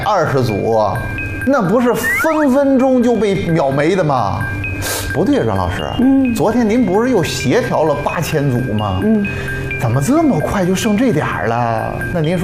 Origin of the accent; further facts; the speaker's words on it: Xuzhou, Jiangsu, China; 大家好，我是来自徐州的